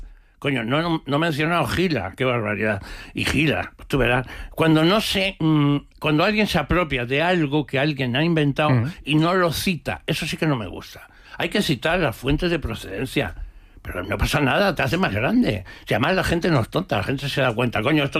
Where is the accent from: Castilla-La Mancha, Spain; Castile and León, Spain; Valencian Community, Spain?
Castilla-La Mancha, Spain; Brazatortas; nosotros, que somos naturales de Brazatorta, provincia de Ciudad Real, menos mi hermanilla, que nació en Puerto Llano